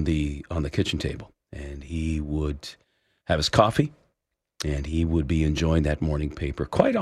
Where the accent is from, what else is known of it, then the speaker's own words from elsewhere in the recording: Ancaster, Ontario, Canada; I have solid memories of the house that I've lived in when I was growing up in Ancaster